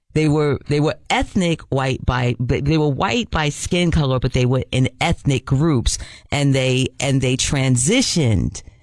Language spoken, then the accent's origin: English; New York City, New York, United States; it had a bridge very similar to where I grew up in Washington Heights.